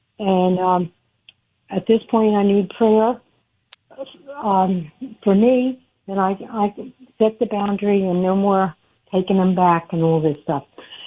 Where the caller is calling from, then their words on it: New Jersey, United States; I'm calling from New Jersey.